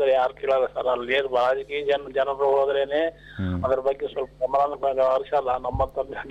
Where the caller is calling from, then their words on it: Raichur, Karnataka, India; ರಾಯಚೂರಿಂದ … ಅಂತ ಮಾತಾಡೋದ್ರ, ನೇತಾಜಿ ನಗರ.